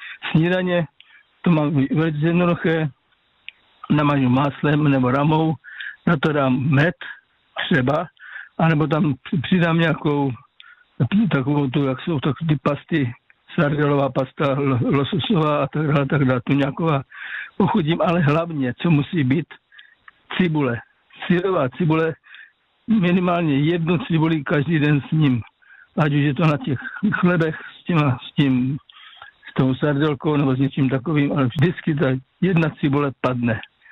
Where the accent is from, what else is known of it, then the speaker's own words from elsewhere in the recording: Moravian Slovakia, Czechia; já pocházím z Moravskoslovácka, tak to už víte